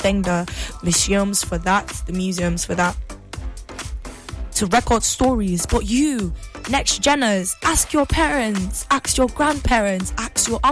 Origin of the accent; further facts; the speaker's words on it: Ndoni, Rivers, Nigeria; I'm from Oba Igbema Ndoni. That's Onelga in Port Harcourt, River State. No, not in Port Harcourt, but in River State. So I ask them, I'm not saying that I'm fluent in my language, but it's something that I have decided to learn intentionally